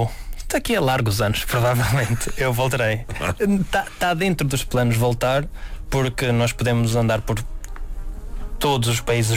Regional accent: Celorico da Beira, Centro, Portugal; moved away; na minha terra, em Celorico da Beira.

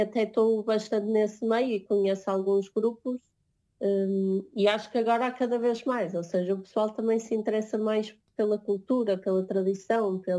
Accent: Porto, Norte, Portugal; Eu cresci aqui no Porto, não é?

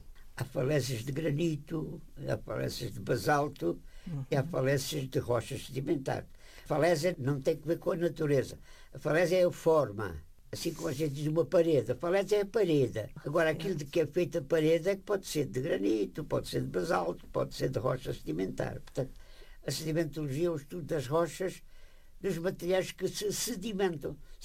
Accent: Évora, Alentejo, Portugal; E deslumbrei com a capital, que venho de Évora, uma cidade de província. Estou na capital sozinho

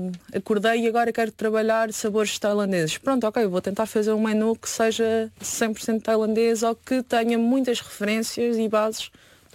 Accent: Portugal; also born or lived in Venezuela; sei dizer que sou de Portugal.

